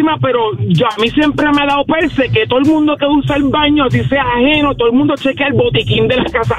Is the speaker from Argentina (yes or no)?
no; Ponce, Puerto Rico; now in Aguadilla, Puerto Rico; cuando yo me criaba allá en Ponce